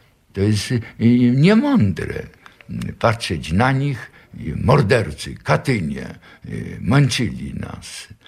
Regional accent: Łódź, Łódź Voivodeship, Poland; born there; Ja się urodziłem w Łodzi. Łódź była już Litzmannstadt.

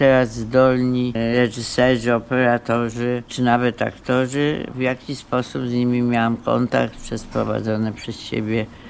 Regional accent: Kraków, Lesser Poland, Poland; born there; also born or lived in Łódź; now in Warsaw, Poland; pomimo że się urodziłam w Krakowie, mieszkam oczywiście na stałe w Warszawie, to miałam jednak też tu początki łódzkie.

